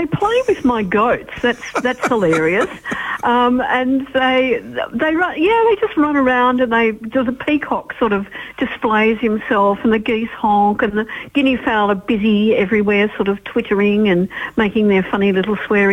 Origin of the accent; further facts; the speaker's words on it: Dorking, South East England, United Kingdom; I come from the English town of Dorking in England